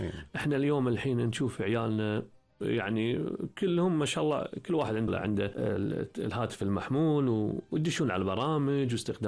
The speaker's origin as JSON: {"language": "Arabic", "country": "Kuwait", "said": "عندنا في الكويت"}